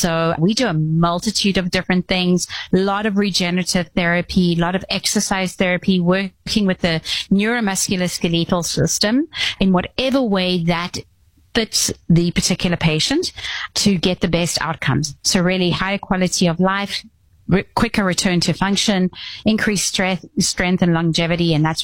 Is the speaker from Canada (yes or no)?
no; South Africa; So I'm from the deep south. I'm from South Africa.